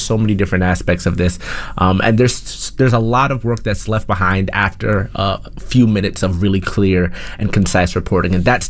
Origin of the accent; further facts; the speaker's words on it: Maryland, United States; moved away; I'm actually from Maryland, right outside of Silver Spring.